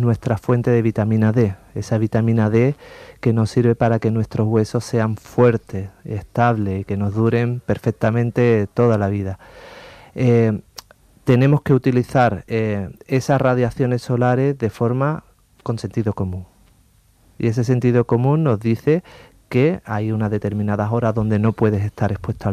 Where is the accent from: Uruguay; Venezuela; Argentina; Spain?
Spain; Andalusia